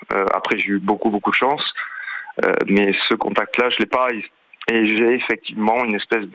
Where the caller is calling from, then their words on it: Bayonne, Nouvelle-Aquitaine, France; Je suis de Bayonne.